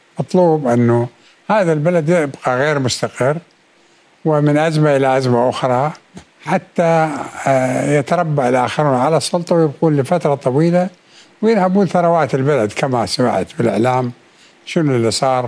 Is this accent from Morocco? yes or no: no; Iraq; now in Moscow, Russia